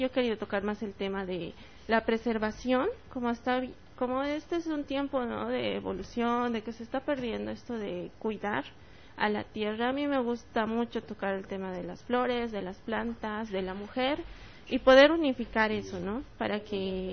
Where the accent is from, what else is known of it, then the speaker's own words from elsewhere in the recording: La Paz, Bolivia; yo vengo de La Paz